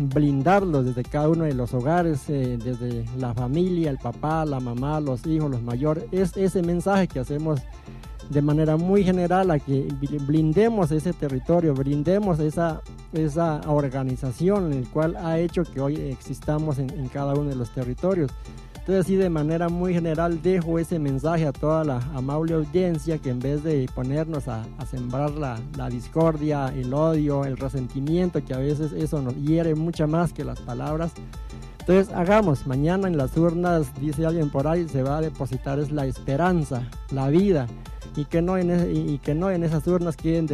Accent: Morales, Cauca, Colombia; somos colombianos, somos moralenses

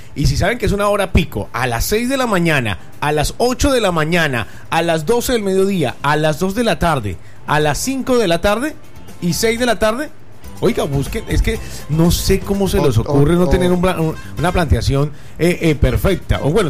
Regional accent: Barrancabermeja, Santander, Colombia; Yo soy nacido y criado en la Comuna 4 de Barranca Bermeja. Ya no vivo allá, ahora vivo en la Comuna 6, me fui dos comunas más.

